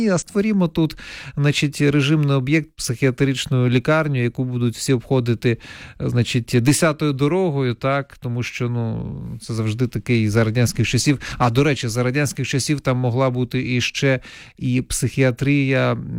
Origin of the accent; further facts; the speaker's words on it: Donetsk Oblast, Ukraine; я все-таки не з Тернопільщини народ, я родом із Донеччини, так?